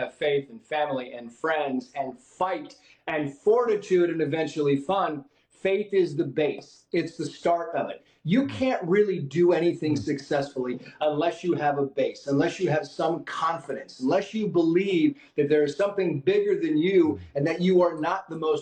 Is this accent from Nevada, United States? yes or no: no; San Diego, California, United States; I mean, we are Irish Catholics. And as you say, I grew up in San Diego, and as a family, I was the youngest of five